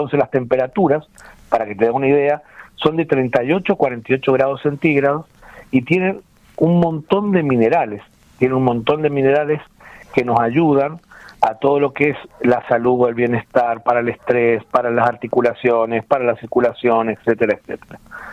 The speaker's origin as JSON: {"language": "Spanish", "region": "Mendoza", "country": "Argentina", "said": "somos el Real del Pehuenche"}